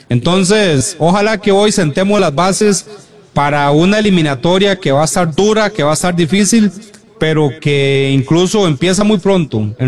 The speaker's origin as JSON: {"language": "Spanish", "country": "Costa Rica", "said": "uno como costarricense se ilusiona en este tipo de procesos."}